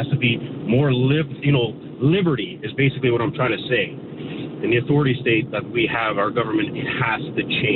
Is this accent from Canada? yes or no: yes; Canada; born there; now in Caledon, Canada; I'm not Jewish, but I was born here in Canada. I grew up like you, Greg.